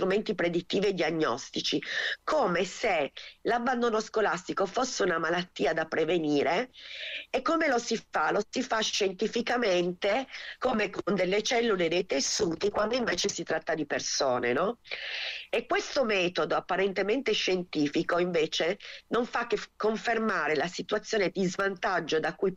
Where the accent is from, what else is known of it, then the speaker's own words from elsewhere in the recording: Turin, Piedmont, Italy; qui a Torino, io sono di Torino